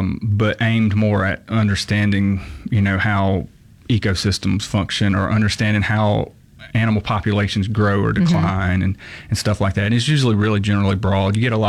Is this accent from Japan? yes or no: no; United States; So I'm from Lawrence County. I tell people all the time, you know, Lawrence County to this day has like one red light in the whole county, you know. So I grew up in a really rural place.